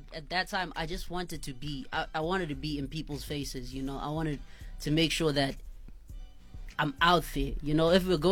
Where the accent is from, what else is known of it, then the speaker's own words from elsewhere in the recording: Tembisa, Gauteng, South Africa; moved away; I was raised in Tembisa.